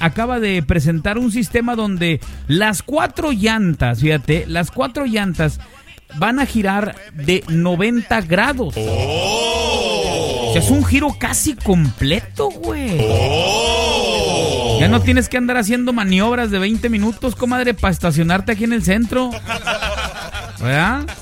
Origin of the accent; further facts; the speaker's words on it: Monterrey, Nuevo León, Mexico; Saben bien que yo soy de Monterrey